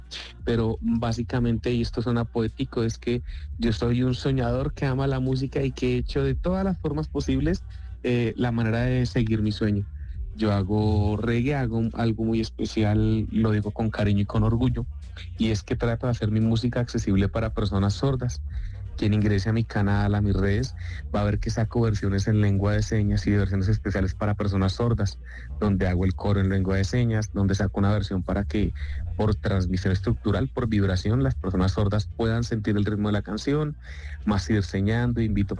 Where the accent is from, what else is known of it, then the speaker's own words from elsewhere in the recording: Bogotá, Colombia; Así que soy un bogotano que ama el sueño de vivir de la música, por difícil que parezca.